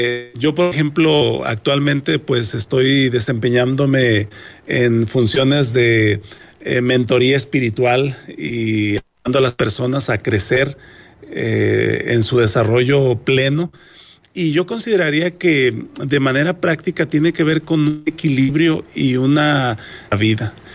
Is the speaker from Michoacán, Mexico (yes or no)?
yes; Uruapan, Michoacán, Mexico; now in Monterrey, Mexico; naciendo en el estado de Michoacán. Soy originario de Uruapan, Michoacán